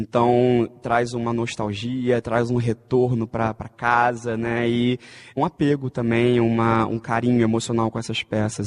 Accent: Brazil; eu gosto muito de viver minha vida como um bom brasileiro, né? Comer meu feijão com arroz e tudo mais. E a temperatura daqui é maravilhosa, a gente tem praia e tudo.

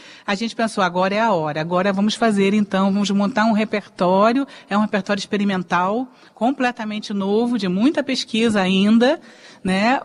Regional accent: Niterói, Rio de Janeiro, Brazil; Rússia de São Paulo, eu sou de Niterói, temos aí uma diferença geográfica grande

